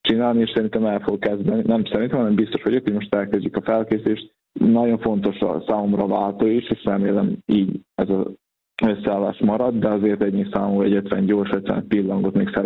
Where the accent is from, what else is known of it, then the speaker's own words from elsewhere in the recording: Senta, Vojvodina, Serbia; now in Szeged, Hungary; Hála Istennek, Vajdaságban Zenten nőttem fel, ahol tényleg nagyon szörnyű az úszoda, hogy néz ki